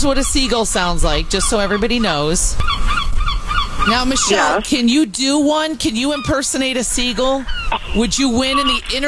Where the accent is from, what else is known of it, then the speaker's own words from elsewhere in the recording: Chicago, Illinois, United States; I told Mick we're from Chicago.